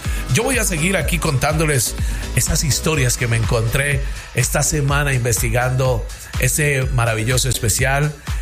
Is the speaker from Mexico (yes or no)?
no; Colombia; porque estoy hablando de mi país, de mi tierra colombiana.